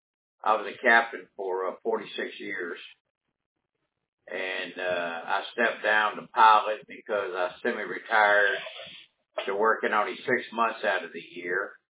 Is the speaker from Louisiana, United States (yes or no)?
yes; Louisiana, United States; I'm from Louisiana originally. Well, still live there.